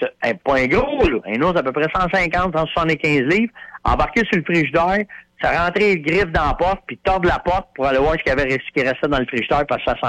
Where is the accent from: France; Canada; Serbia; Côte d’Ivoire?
Canada; nous autres, on est des Canadiens, nous autres, on est fins, là, OK?